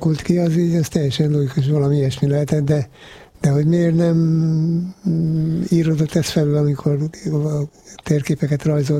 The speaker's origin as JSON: {"language": "Hungarian", "country": "Hungary", "said": "mi vagyunk a magyarok."}